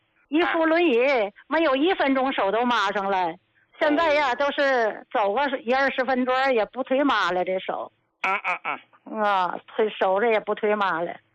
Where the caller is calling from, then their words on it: Qinhuangdao, Hebei, China; 我是秦皇岛的人啊。